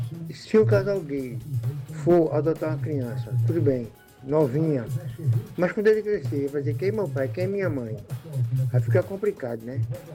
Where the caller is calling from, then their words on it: Jaboatão dos Guararapes, Pernambuco, Brazil; moro em Cavaleiro.